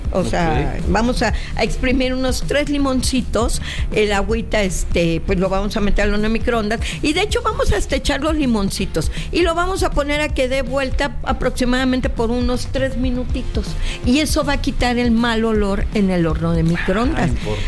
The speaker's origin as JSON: {"language": "Spanish", "region": "Veracruz", "country": "Mexico", "said": "Pues somos paisanos de Veracruz."}